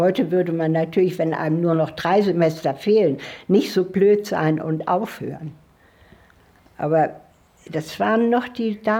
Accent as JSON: {"language": "German", "region": "Northern Germany", "country": "Germany", "moved": "yes", "lives_now": "Swabia, Germany", "said": "ich musste ja als Norddeutsche überhaupt erst mal mit der schwäbischen Küche überhaupt mich anfreunden."}